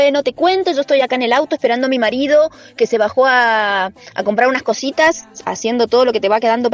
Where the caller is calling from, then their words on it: Barrancas, Mendoza, Argentina; Yo ahora estoy en Luján, pero soy de Barrancas, Maipú.